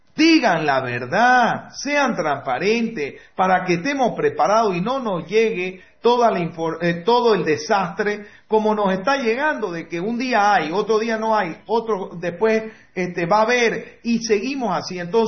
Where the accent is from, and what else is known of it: Bolivia